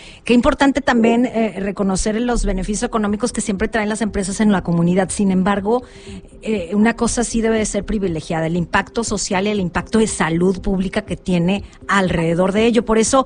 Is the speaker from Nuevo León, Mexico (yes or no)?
yes; Nuevo León, Mexico; Somos ciudadanos de Nuevo León que habitamos en alguna zona de la metrópoli